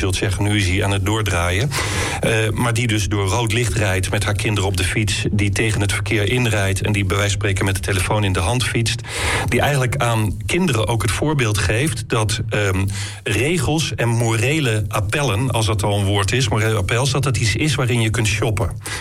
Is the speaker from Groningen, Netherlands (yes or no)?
yes; Groningen, Netherlands; Maar ik voel zelf, ik ben ook Groninger, ik voel zelf niet per se de behoefte om in de rest van het land een ander imago te krijgen.